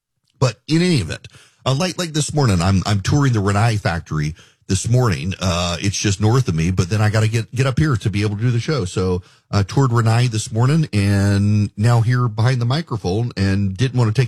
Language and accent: English; Dubai, United Arab Emirates; If you'd go to my library growing up in Dubai and you pulled out a World Book Encyclopedia or an Encyclopedia Britannica, for those of you who remember those, the pages on Israel were cut out.